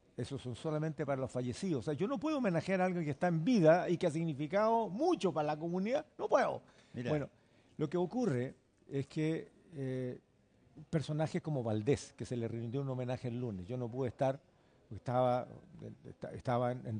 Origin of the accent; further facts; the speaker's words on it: Chile; Como chilenos, como cultura.